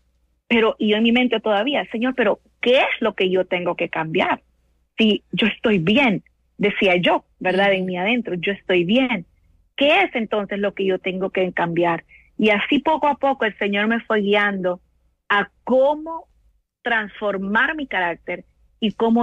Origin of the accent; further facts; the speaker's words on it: Honduras; yo como hondureña